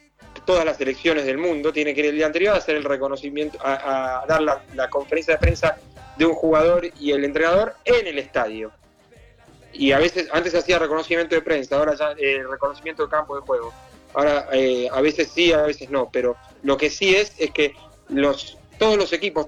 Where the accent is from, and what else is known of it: Argentina